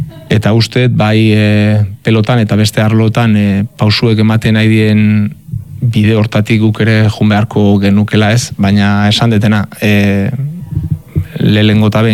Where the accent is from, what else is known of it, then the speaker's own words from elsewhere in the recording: Azpeitia, Basque Country, Spain; Azpeitiarra Gipuzkoarra naiz